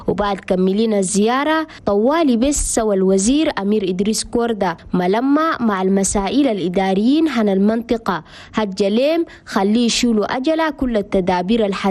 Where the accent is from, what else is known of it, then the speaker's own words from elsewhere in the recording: Chad; حكومة حنا بلدنا تشاد قاعدة بتجاهد عشان تحسن الدروب والشوارع حنا العاصمة نجمينا